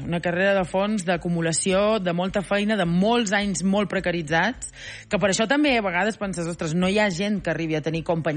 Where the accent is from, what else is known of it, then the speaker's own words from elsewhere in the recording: Balearic Islands, Spain; Soc de Mallorca, sí.